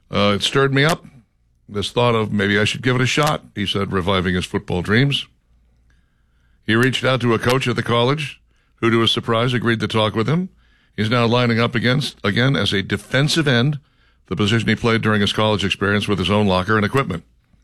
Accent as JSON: {"language": "English", "town": "Flowery Branch", "region": "Georgia", "country": "United States", "said": "I'm from Flower Branch"}